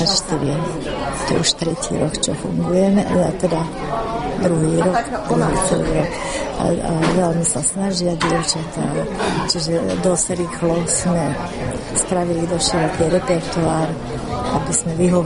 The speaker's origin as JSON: {"language": "Slovak", "town": "Šaľa", "region": "Nitra Region", "country": "Slovakia", "said": "som zo Šalé, som vedúca tohto spevokolu Slniečko, bývalá učiteľka na klavír."}